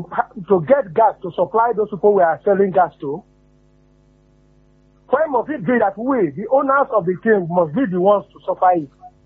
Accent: Delta, Nigeria; I am approaching 75 now. I grew up seeing stations where they are flaring gas all around our area in Delta State.

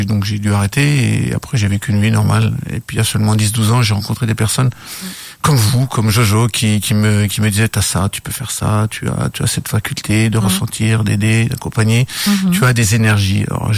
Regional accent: France; born there; Je suis né en France il y a très longtemps.

